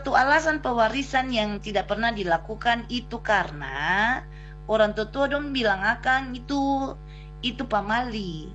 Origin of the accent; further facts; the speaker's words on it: Ambon, Maluku, Indonesia; Beta orang Ambon. Karena beta orang Ambon, beta bicara apa adanya, beta mesti bilang. Beta contoh saja, beta nih lahir besar di Halong.